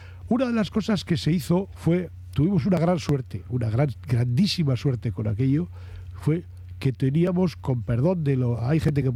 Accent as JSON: {"language": "Spanish", "town": "Bilbao", "region": "Basque Country", "country": "Spain", "said": "Pues no, somos de Bilbao."}